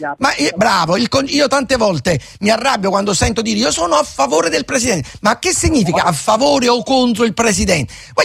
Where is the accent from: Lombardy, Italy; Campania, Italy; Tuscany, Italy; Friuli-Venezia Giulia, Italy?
Campania, Italy; Naples; in quanto napoletano, poi trovi chi invece prova grande affetto e simpatia per noi napoletani.